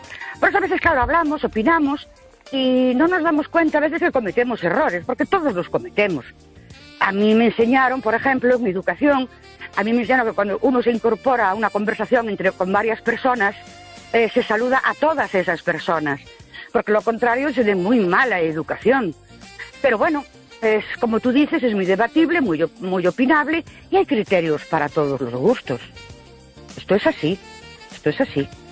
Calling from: Ourense, Galicia, Spain; Buenas noches … de Ourense.

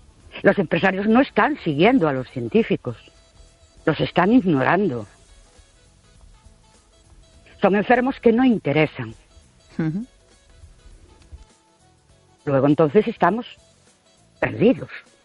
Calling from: Ourense, Galicia, Spain; Buenas noches … de Orense.

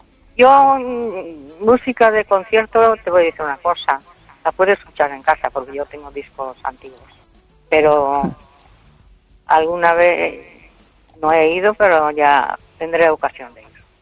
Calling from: Vigo, Galicia, Spain; Buenas noches, Esther.

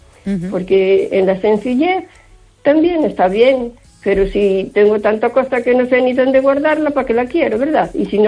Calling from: O Carballiño, Galicia, Spain; de Carballiño.

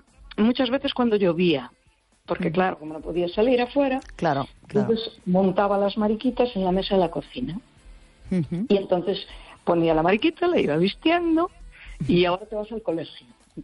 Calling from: Galicia, Spain; del Barbanza.

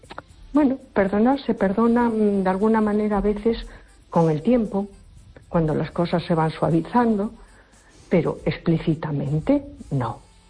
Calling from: A Coruña, Galicia, Spain; de Coruña.

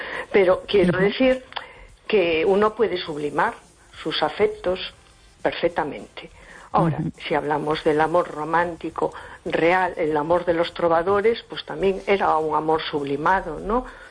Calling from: A Coruña, Galicia, Spain; de Coruña.

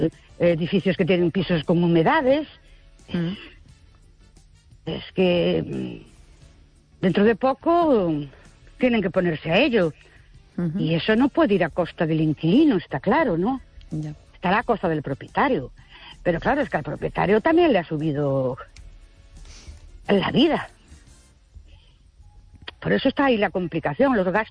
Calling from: Ourense, Galicia, Spain; de Ourense otra vez.

